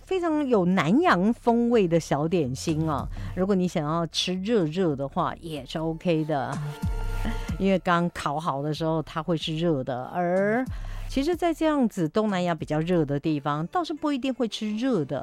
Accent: Taiwan; 有的人形容说有点类似台湾小吃里头我们常说的甜不辣，

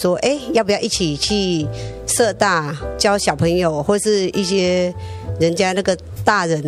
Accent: Phnom Penh, Cambodia; now in Taiwan; 来自柬埔寨

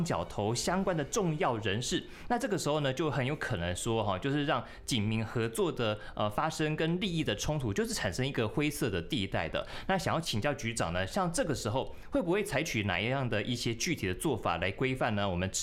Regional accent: Taiwan; 我们台湾人讲求人情味

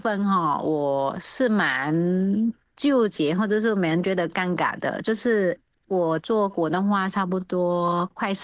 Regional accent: Vietnam; now in Taiwan; 是我原本是越南人

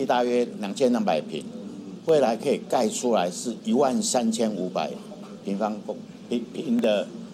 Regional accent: Keelung, Taiwan; 对我们基隆人来讲，我们也很期待未来这个社会住宅能够提供更多的需要的这个的市民朋友

